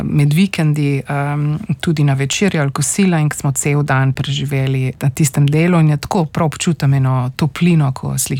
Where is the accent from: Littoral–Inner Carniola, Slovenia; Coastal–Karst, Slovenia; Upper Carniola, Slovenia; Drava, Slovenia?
Littoral–Inner Carniola, Slovenia; Postojna; Jaz sem odraščala v Postojni, se pravi pri, oziroma bom rekla splošno na Primorskem